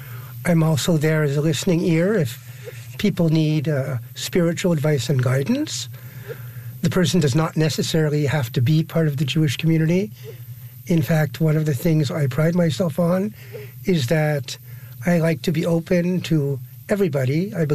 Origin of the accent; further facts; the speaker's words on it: Montreal, Quebec, Canada; I was born in Montreal in 1967. I grew up in Côte-des-Neiges.